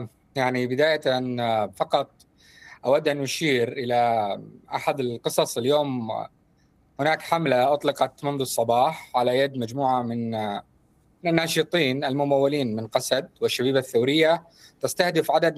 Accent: Al-Awda, Syria; بقتل مدني أعزل في قرية العودة، وهي قريتي على فكرة.

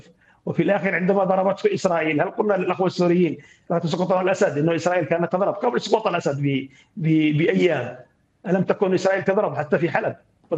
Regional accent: Yemen; نحن كيمنيين

